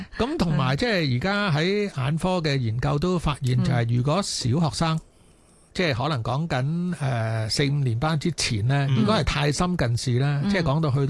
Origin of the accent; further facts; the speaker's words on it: China; 就系话佢哋我哋讲紧我哋中国人吓，我哋国民嗰个体质要求系点？